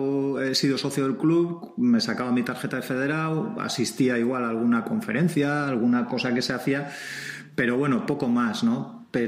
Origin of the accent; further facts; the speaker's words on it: Hernani, Basque Country, Spain; moved away as an adult; now in San Sebastián, Spain; Yo soy de Hernani, he sido, antes de ser socio del Club Vasco de Camping, lo he sido del Mendirismendi de Hernani. Me vine a vivir a Donosti hace ya unos cuantos años, hace 20 y tantos años